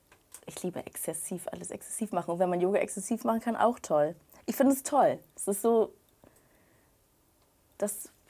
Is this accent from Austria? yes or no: no; Northern Germany, Germany; also born or lived in Bad Oldesloe; Erstmal bin ich in Norddeutschland aufgewachsen.